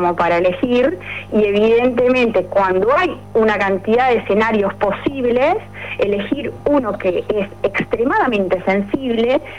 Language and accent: Spanish; Uruguay; como uruguaya me quedé sumamente nerviosa